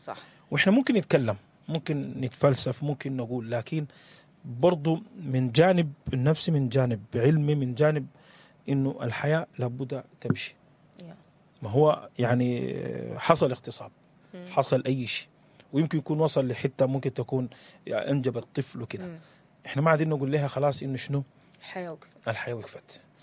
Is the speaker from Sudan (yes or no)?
yes; Sudan; إحنا محتاجينه في الوقت ده كسودانيين